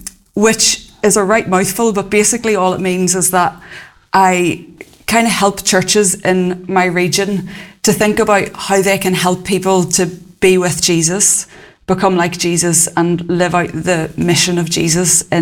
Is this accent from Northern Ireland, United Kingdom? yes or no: yes; Northern Ireland, United Kingdom; moved away as an adult; now in North East England, United Kingdom; I am from Northern Ireland, but I've lived in the northeast of England for 11 years now.